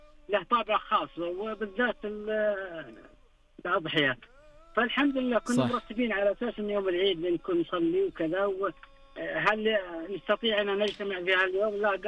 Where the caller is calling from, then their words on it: Al-Kharj, Riyadh Province, Saudi Arabia; من الخرج.